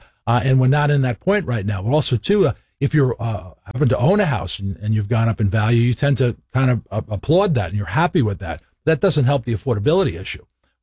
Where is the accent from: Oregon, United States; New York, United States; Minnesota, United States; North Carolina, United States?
New York, United States; New York City; I grew up in Queens, in a place, Rockaway Beach.